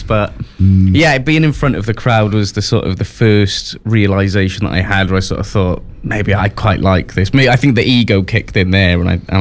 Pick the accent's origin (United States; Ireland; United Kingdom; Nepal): United Kingdom; Wales; born there; I'm originally from West Wales